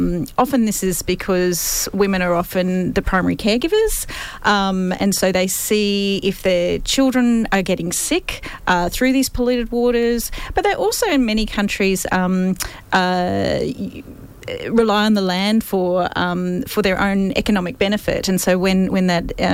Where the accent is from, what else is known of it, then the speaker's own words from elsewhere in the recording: Queensland, Australia; I grew up in Queensland myself, in the southern end of the Great Barrier Reef.